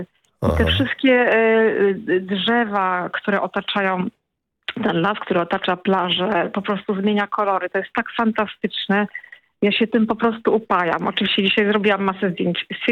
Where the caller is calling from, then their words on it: Tricity, Pomeranian Voivodeship, Poland; jestem z Trójmiasta